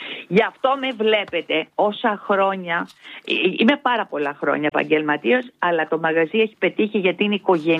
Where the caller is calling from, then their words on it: Piraeus, Attica, Greece; είμαι Πειραιώτισσα